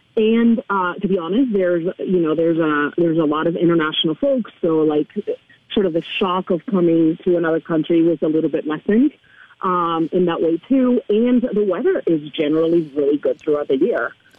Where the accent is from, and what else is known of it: Spain; first language Spanish; English is a second language